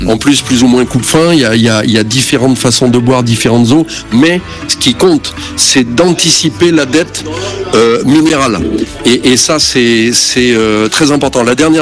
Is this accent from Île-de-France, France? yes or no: no; Francheville, Auvergne-Rhône-Alpes, France; born there; also born or lived in Lyon; now in Saint-Tropez, France; Le titre était Itinéraire d'un enfant lyonnais à Saint-Tropez.